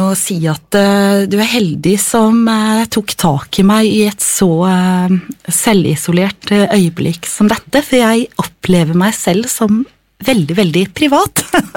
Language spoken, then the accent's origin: Norwegian; Oslo, Norway; Med sånn født og oppvokst I Oslo